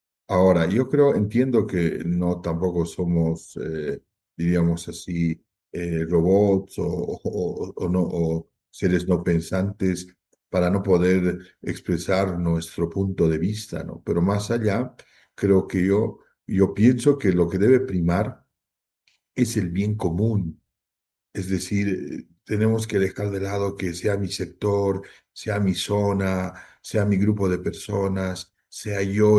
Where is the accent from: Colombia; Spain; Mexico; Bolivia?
Bolivia; Como bolivianos, tenemos que reflexionar todos, ¿no?